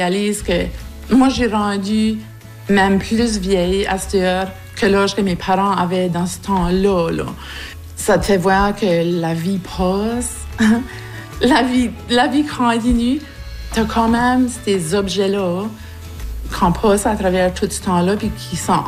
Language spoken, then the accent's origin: French; Shediac Ridge, New Brunswick, Canada; now in Pleasant Ridge, Canada; J'ai 51 ans. Je suis originaire de Shediac Ridge, autrement connue maintenant comme Roserville. Puis j'habite Pleasant Ridge depuis 1998.